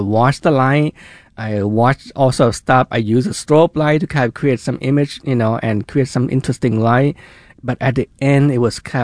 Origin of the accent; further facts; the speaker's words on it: Thailand; Oh, yeah, that's an interesting story. You know, when I was a kid, I loved going out fishing.